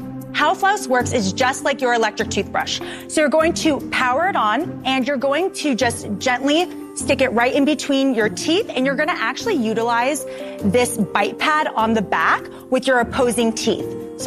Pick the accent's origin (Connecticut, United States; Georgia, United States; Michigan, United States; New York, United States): New York, United States; New York City; from New York City